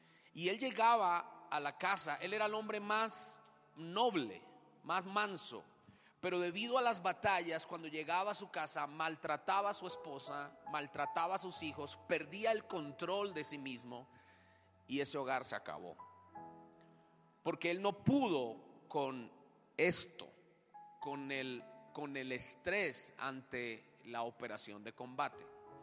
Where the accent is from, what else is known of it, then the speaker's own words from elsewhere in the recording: Bogotá, Colombia; Dios puso mi corazón a iniciar en mi tierra, en Bogotá.